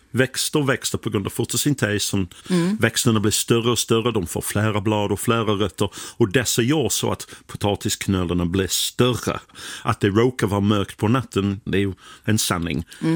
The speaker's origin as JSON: {"language": "Swedish", "region": "England", "country": "United Kingdom", "tie": "born or raised there", "lives_now": "Sweden"}